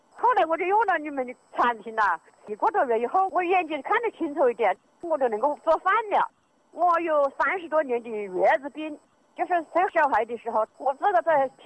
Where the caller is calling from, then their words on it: Huangpi, Hubei, China; 我是黄皮的，